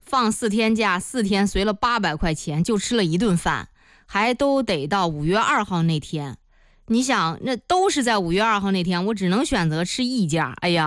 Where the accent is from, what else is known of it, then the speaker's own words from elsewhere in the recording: Zhengding, Hebei, China; accent: Zhengding dialect; 是我们正定的这个方言。